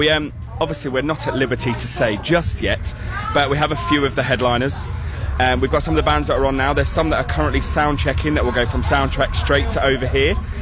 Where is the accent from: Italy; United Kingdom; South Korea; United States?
United Kingdom; London; moved away as an adult; now in Nottingham, United Kingdom; And it's actually the reason that I moved to Nottingham. So I was from London originally